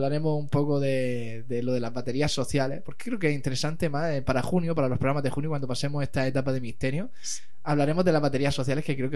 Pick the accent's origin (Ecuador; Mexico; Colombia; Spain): Spain; Las Torres de Cotillas, Region of Murcia; Yo que soy torreño, que soy de las Torres de Cotillas